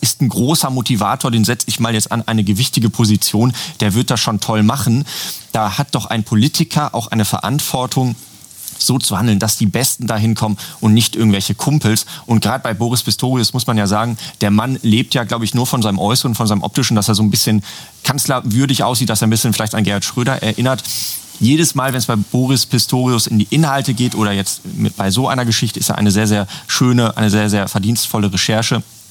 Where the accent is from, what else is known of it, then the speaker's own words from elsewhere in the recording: North Rhine-Westphalia, Germany; Ich komme jetzt ja auch aus dem Ruhrgebiet.